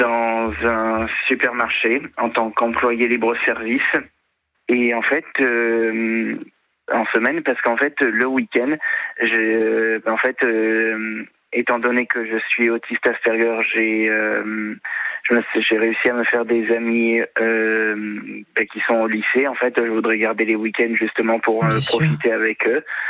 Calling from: Pignans, Provence-Alpes-Côte d'Azur, France

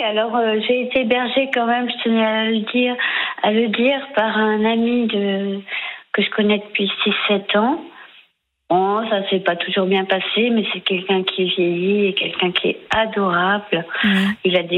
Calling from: Vierzon, Centre-Val de Loire, France; Bah, je suis dans une pension de famille à Vierzon.

